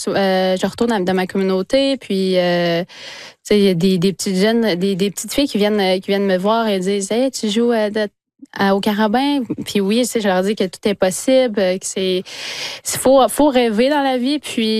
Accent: Wemotaci, Quebec, Canada; Nous, quand j'ai grandi à Ouémantéchi, justement, où on avait mon père voyons, il faisait une glace d'horreur chez nous, dans notre cour arrière.

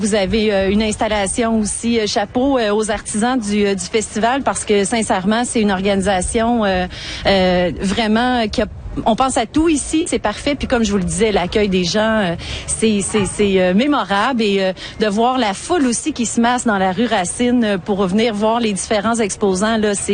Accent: Quebec, Canada; On est Québécois, mais il s'est établi à temps partiel en France

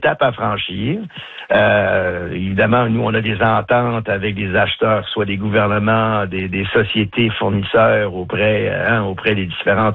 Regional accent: New Richmond, Quebec, Canada; moi, j'ai grandi à New Richmond face à Belle-Dune.

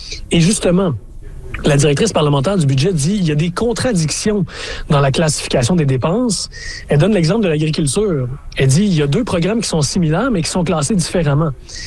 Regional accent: Canada; chez nous au Canada

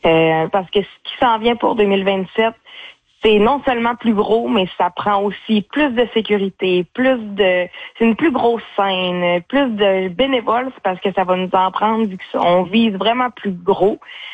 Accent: Sacré-Cœur, Quebec, Canada; chez nous à Sacré-Cœur.

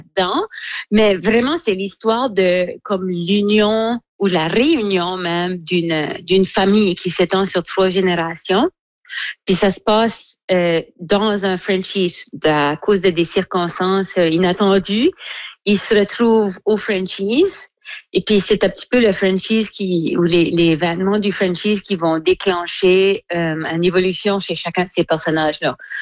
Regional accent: Dieppe, New Brunswick, Canada; now in Shediac, Canada; moi j'ai grandi à Dieppe, fait qu'on allait aux Frenchies à Moncton quand j'étais petite. Puis la star, j'habite à Shediac, il y a un Frenchies à Shediac.

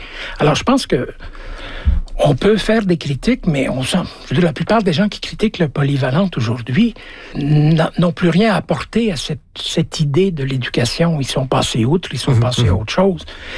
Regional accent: Belgium; born or raised there; also born or lived in Africa; now in Canada

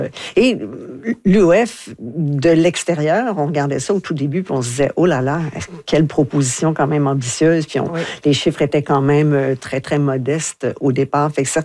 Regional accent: Quebec, Canada; Moi, ma grande découverte, en tant que Québécoise, quand on vit au Québec

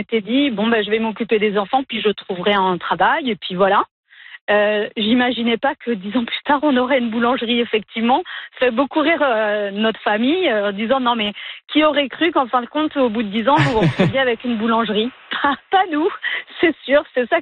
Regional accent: France; moved away as an adult; now in British Columbia, Canada; On est arrivé de France, le temps qu'on prenne nos marques, c'est une nouvelle vie, nouvelle culture. On est en BC, hein, donc c'est vraiment anglophone.

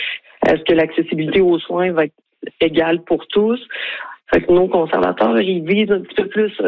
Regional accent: Quebec, Canada; on voit bien une déconnexion avec qu'on vise en tant que Québécois

